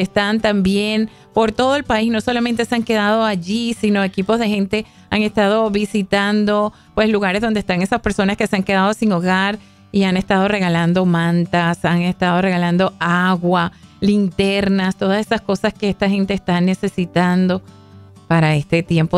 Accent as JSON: {"language": "Spanish", "country": "Venezuela", "said": "mi país, Venezuela"}